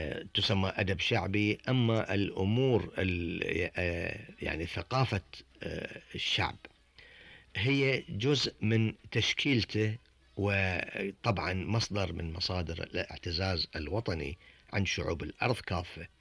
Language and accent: Arabic; Bahrain; قديما كان يلبس تحت الثوب، عندنا في البحرين كان الرجل يلبس تحت الثوب وزار.